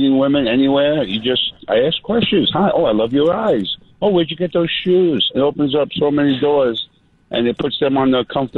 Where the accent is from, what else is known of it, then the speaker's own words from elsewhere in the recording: Lithuania; They love when I tell them I'm from Lithuania.